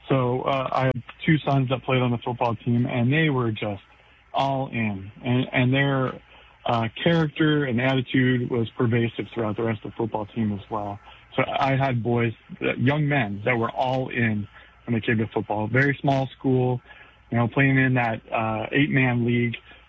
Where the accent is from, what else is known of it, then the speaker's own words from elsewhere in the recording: Tolono, Illinois, United States; moved away as an adult; also born or lived in North Carolina; now in Sadorus, United States; I grew up north of Tolono.